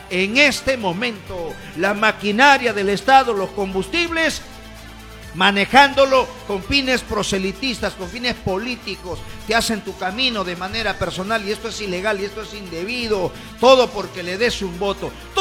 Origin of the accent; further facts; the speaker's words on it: Huarango district, Cajamarca, Peru; el distrito de Huarango, mi tierra querida.